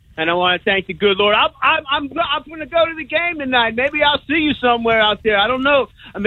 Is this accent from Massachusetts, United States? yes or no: no; New York City, New York, United States; born there; now in Tampa, United States; I was born in the Bronx.